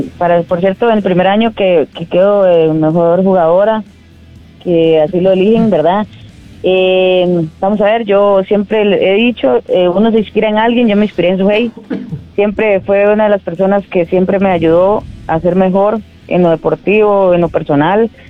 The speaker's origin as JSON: {"language": "Spanish", "town": "San Isidro de El General", "region": "San José", "country": "Costa Rica", "tie": "born or raised there", "moved": "yes", "said": "yo soy oriunda de Pérez de León, ¿verdad? Salí de Pérez joven, muy joven. Decidí venirme a jugar a San José."}